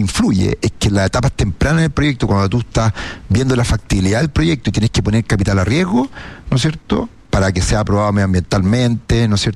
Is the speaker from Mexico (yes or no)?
no; Chile